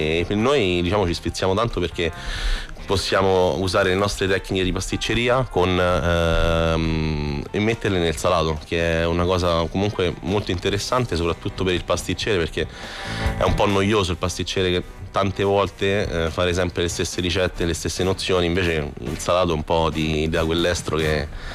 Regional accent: Frosinone, Lazio, Italy; io anche che vengo da Frosinone

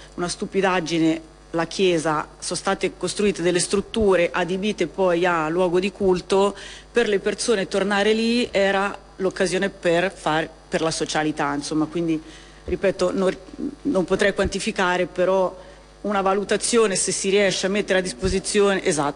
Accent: Marche, Italy; io vengo comunque da un territorio che in parte ha vissuto il sisma, perché comunque sono marchigiana, quindi l'ho vissuto anche in prima persona.

